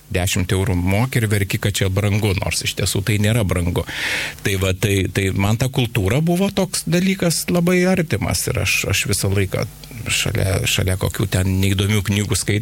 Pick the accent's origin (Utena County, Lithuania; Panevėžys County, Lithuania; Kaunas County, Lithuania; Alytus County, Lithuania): Panevėžys County, Lithuania; Panevėžys; aš esu iš tokio nikaus Panevėžio, tokio miesto